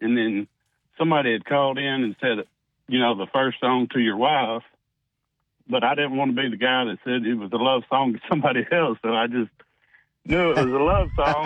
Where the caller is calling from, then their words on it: Grant County, Arkansas, United States; I'm from Grant. Yeah, I'm from Grant County.